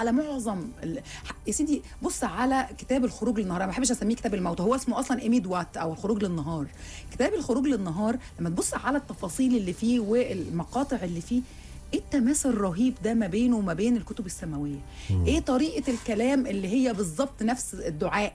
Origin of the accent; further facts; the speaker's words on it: Egypt; كانت موجوده عندنا في مصر القديمه.